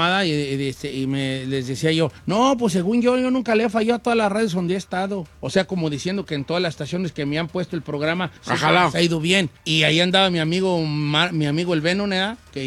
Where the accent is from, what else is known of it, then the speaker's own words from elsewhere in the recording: Guadalajara, Jalisco, Mexico; Soy de Guadalajara y allá decimos opciones.